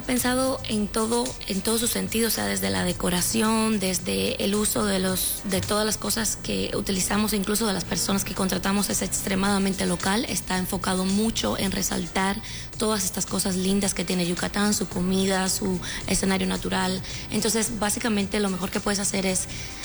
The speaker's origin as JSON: {"language": "Spanish", "country": "Cuba", "also_born_or_lived": "Mérida, Mexico / United States", "moved": "yes", "said": "No me llegué a graduar aquí, nos mudamos a Estados Unidos con mi familia. Nosotros Yo soy cubana"}